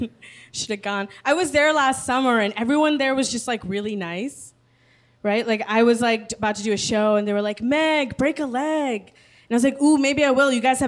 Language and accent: English; United States